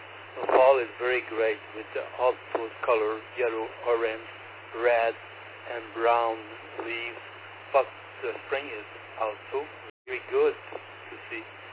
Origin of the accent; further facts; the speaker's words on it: Montreal, Quebec, Canada; I'm from Montreal, province of Quebec, Canada. It's the eastern part of Canada.